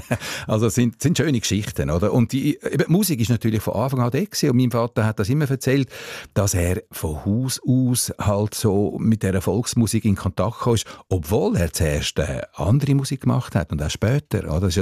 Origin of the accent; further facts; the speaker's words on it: Ticino, Switzerland; Ich bin eigentlich ein Tessiner, oder?